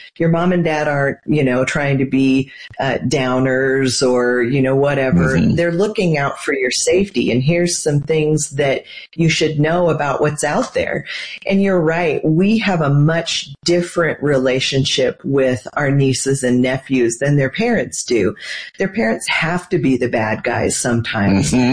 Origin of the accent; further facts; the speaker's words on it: Nebraska, United States; Well, I grew up in Nebraska, and we have no professional sports teams there, and so you get to pick what you like, and I love the Evil Empire.